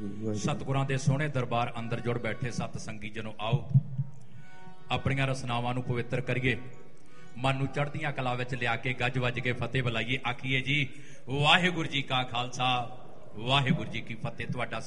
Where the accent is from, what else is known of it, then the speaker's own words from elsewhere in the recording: Punjab, India; ਮੈਂ ਵੈਸੇ ਅਸੀਂ ਪੰਜਾਬ ਤੋਂ ਆਏ ਹਾਂ, ਪੰਜਾਬ ਦੀਆਂ ਗੱਲਾਂ ਤੁਹਾਡੇ ਨਾਲ ਕਰਨੀਆਂ ਹੁੰਦੀਆਂ